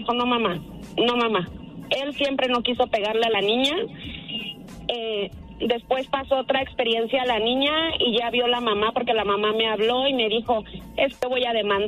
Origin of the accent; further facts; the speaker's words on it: Mexico City, Mexico; Yo soy de Ciudad de México. Yo ya viví esa experiencia tanto en la primaria como en la secundaria.